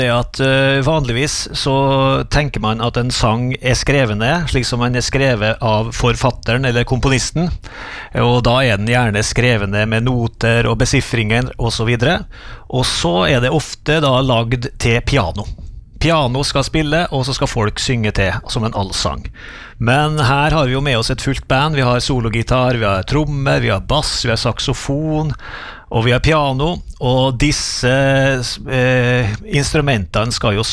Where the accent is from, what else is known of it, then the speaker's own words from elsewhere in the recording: Tingvoll, Møre og Romsdal, Norway; også på Tingvoll, der jeg vokste opp.